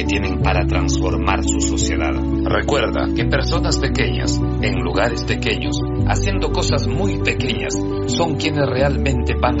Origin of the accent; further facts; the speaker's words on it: Ghana; Además dirijo la ONG Nasco Feeding Minds, con sede en Ghana, a través de la cual brindamos educación en mi país natal.